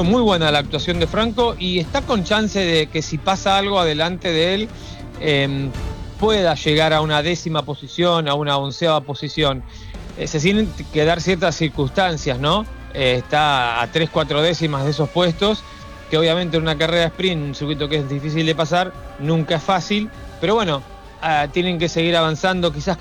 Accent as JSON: {"language": "Spanish", "country": "Argentina", "said": "a todos nosotros como argentinos, me incluyo en esta, obviamente, 100%"}